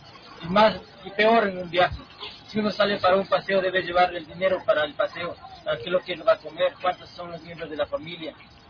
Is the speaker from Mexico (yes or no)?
no; Ecuador; viene de muy lejos, venimos del Ecuador, a pesar de traer el poco dinero que traemos